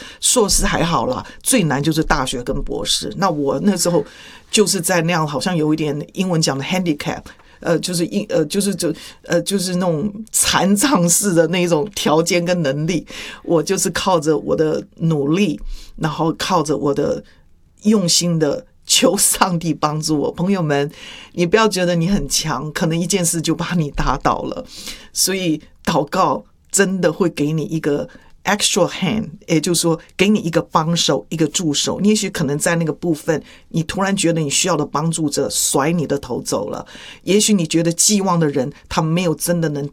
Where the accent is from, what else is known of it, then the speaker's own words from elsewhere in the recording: Taiwan; moved away; 因为我们台湾学普通话中文呢需要当我在念那个学注音符号的时候